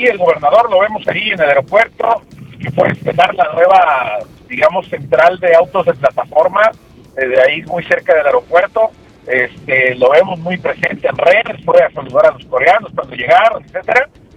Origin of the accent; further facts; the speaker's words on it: Mexico; los mexicanos, cuando vamos a otros lugares